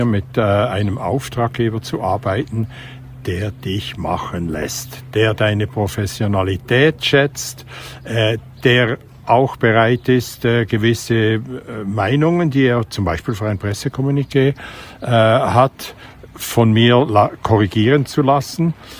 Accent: Bern, Switzerland; Und da bist du ertappt als Berner.

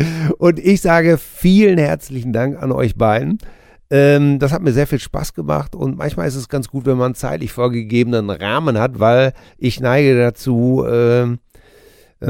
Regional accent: Hamm, North Rhine-Westphalia, Germany; Ich mache jedes Jahr hier in Hamm, in meinem Heimatort, ein Benefizkonzert für die Charity-Organisation Herzenswünsche.

